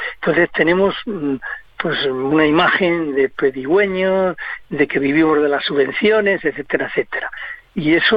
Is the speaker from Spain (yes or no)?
yes; Spain